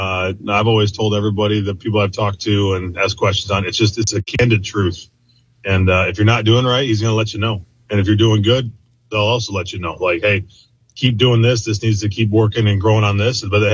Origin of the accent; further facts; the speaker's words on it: Michigan, United States; moved away as an adult; we were always outdoors hunting and all that stuff growing up in Michigan. So that's kind of my blood. But, man, being here for 7-8 years now